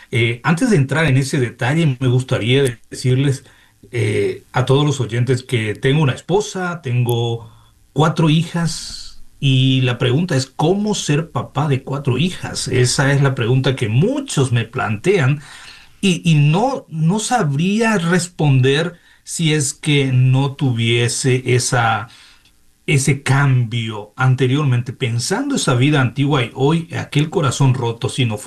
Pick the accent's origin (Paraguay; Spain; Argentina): Paraguay; moved away as an adult; now in Manitoba, Canada; originalmente somos de Paraguay, pero va a ser 10 años que estamos viviendo aquí en Canadá, especialmente en la provincia de Manitoba. Vengo de una familia de muchos hermanos, somos 8 hermanos.